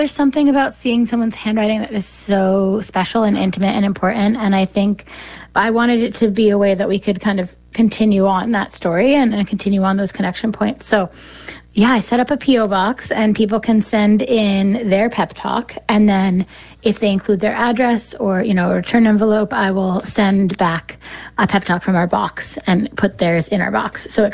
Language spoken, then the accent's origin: English; East Coast, United States; I'm from the East Coast and things like that.